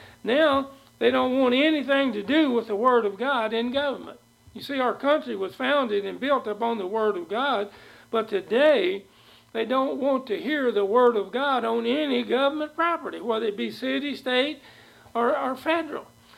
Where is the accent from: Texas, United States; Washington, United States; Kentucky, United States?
Kentucky, United States; I grew up down in Kentucky and in a dry county